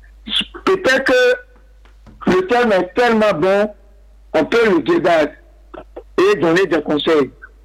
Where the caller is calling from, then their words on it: San-Pédro, Côte d’Ivoire; Je suis du passage à Bilan, mais je vis à San Pedro, quartier Toulay.